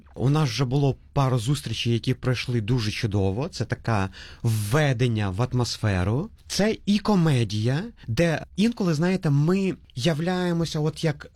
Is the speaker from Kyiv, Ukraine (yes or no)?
yes; Kyiv, Ukraine; moved away as an adult; also born or lived in Perth, Australia; now in Melbourne, Australia; Я сам з Києва, народився в Києві.